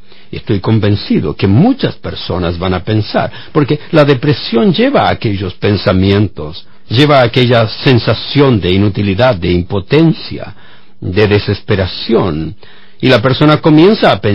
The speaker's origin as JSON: {"language": "Spanish", "country": "Chile", "said": "como en mi país, en Chile, la presidenta agnóstica que no cree en Dios"}